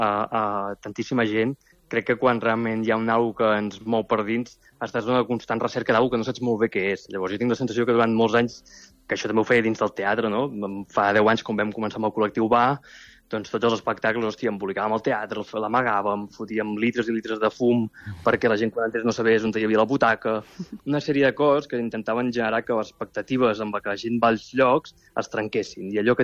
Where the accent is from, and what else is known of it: Mataró, Catalonia, Spain